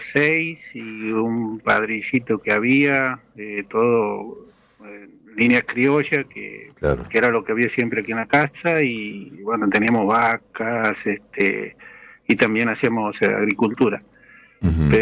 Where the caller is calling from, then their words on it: Santiago del Estero, Argentina; Yo estoy en el departamento Banda, a unos 30 kilómetros de la ciudad capital, que es Santiago del Estero.